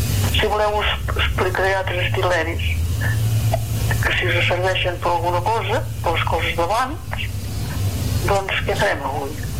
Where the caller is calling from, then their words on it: Santa Pau, Catalonia, Spain; Soc el marit de Santa Pau